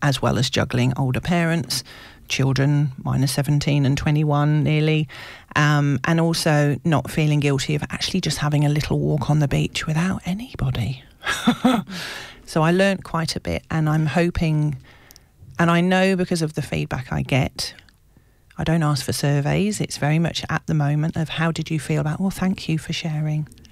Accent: United Kingdom; moved away as an adult; now in Australia; "Oh, it's just because you're British." I'm like, "Well, I'm Aussie now as well,"

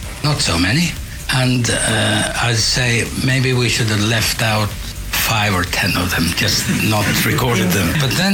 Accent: Australia; We're from Australia.

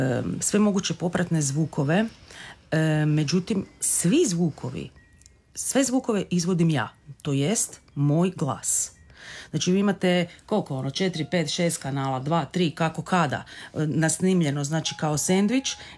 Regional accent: Veliki Drvenik island, Split-Dalmatia County, Croatia; rodom sa otoka Veliki Drvenik, odakle sam i ja i moj otac i moja familija.

